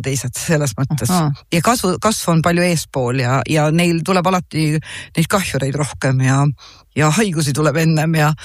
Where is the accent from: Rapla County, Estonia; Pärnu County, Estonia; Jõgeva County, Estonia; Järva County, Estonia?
Jõgeva County, Estonia; Jõgeva; kuna ma olen ise Jõgevalt